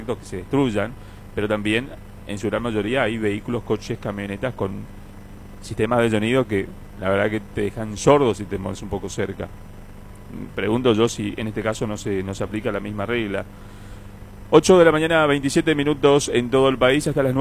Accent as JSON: {"language": "Spanish", "town": "Alvear", "region": "Corrientes", "country": "Argentina", "tie": "born or raised there", "moved": "yes", "said": "Hoy se va a Alvear, a mi pueblo."}